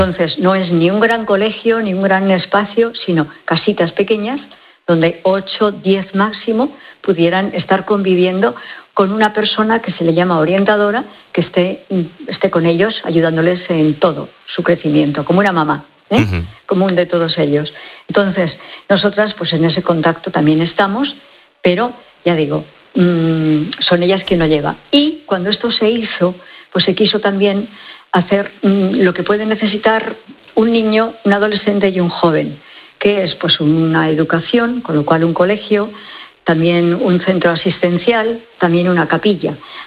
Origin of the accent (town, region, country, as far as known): Bañares, La Rioja, Spain; now in El Salvador